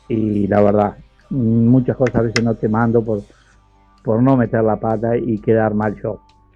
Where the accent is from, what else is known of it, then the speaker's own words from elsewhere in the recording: Uruguay; Yo soy criado en el campo, soy medio canario